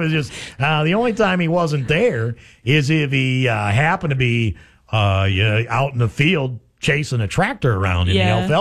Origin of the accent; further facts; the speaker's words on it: Aurora County, South Dakota, United States; when I was a kid and played baseball, that's how you got to baseball practice. You rode your bicycle to town. Mm-hmm. So it's 2 miles of gravel and then 3 miles of a paved road. And in Aurora County, we just call paved road an oil road.